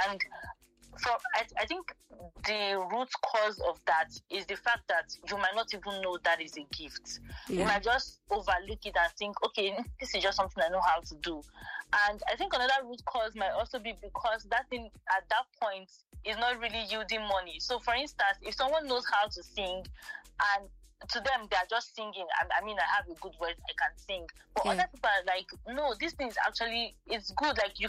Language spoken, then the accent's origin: English; Delta, Nigeria; now in Abuja, Nigeria; I'm a Nigerian from Delta State, to be precise.